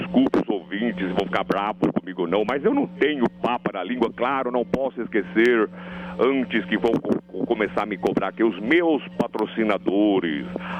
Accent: Santos, São Paulo, Brazil; Sabe, eu sou de Santos, sim, né? Eu gosto muito. Sou cidadão santista, recebi a chave da cidade.

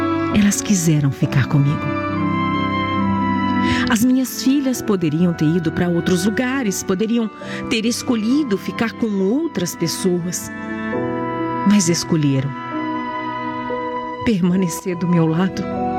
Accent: Pará, Brazil; moved away; Eu saí do Pará em busca de tratamento para o coração.

